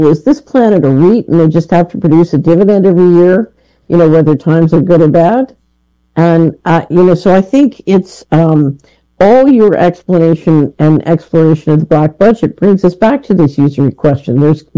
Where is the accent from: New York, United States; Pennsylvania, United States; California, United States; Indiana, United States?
Pennsylvania, United States; Philadelphia; yeah, I grew up in West Philadelphia.